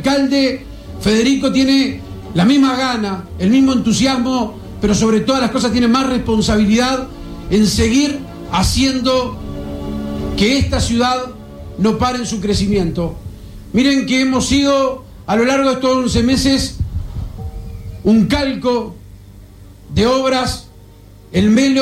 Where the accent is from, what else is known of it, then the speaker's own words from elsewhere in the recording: Cerro Largo, Uruguay; tengo una gran responsabilidad de tener que estar discursando por primera vez en mi pueblo en una inauguración tan grande y tan importante.